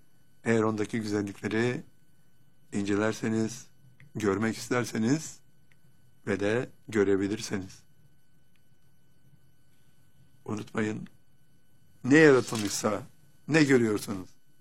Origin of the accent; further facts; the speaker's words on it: Bursa, Turkey; Bursa'nın Muradiye Mahallesi'nde biz bir evde çocukluğumu geçirdim.